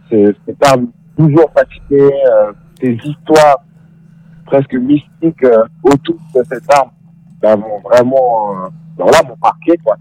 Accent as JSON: {"language": "French", "town": "Nouméa", "region": "South Province", "country": "New Caledonia", "tie": "born or raised there", "moved": "as an adult", "lives_now": "Switzerland", "said": "J'ai grandi à Ducos, à Marconi plus précisément."}